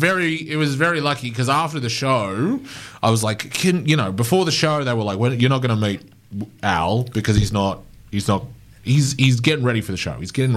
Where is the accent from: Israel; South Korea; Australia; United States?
Australia; Yarra Valley, Victoria; moved away as an adult; also born or lived in Brisbane; now in Ballarat, Australia; I grew up in the Yarra Valley. And then I moved to Brisbane for a job, and then I met my wife there, and we got married, and we have a kid, and I'm not from Brisbane, and my wife's not from Brisbane.